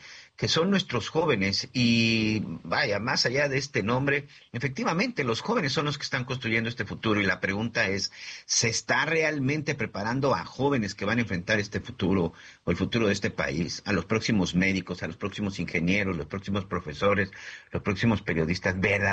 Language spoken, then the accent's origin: Spanish; Mexico